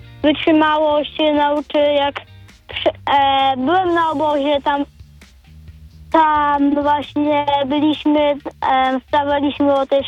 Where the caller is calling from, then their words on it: Poznań, Greater Poland Voivodeship, Poland; Ja z Poznania.